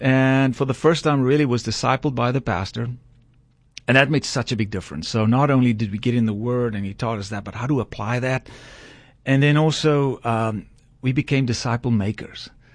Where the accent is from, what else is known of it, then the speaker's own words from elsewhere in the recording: Kirkwood, Eastern Cape, South Africa; moved away; So I grew up in South Africa in a small town called Kirkwood. It's about an hour away from Port Elizabeth.